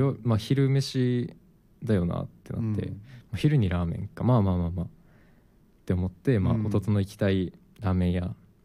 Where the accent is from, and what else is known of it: Yamagata, Japan; born or raised there; moved away